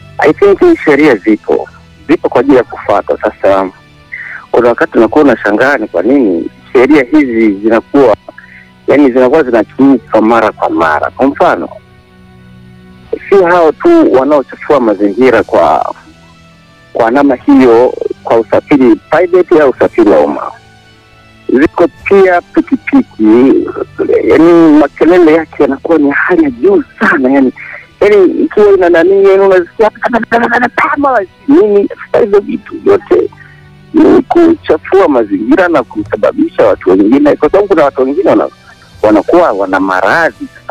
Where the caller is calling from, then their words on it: Magu, Mwanza, Tanzania; mimi natoka saizi niko Magu, Mwanza.